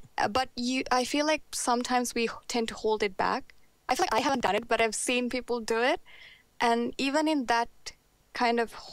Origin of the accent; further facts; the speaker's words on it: Sri Lanka; because I'm from Sri Lanka